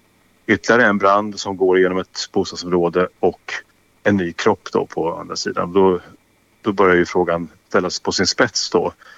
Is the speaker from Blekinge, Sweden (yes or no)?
no; Örebro, Örebro County, Sweden; born there; Och jag då som född örebroare och som älskar stan och kan stan väldigt bra, är det ju väldigt enkelt.